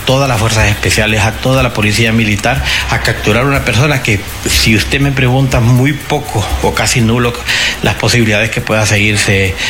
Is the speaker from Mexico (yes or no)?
no; Honduras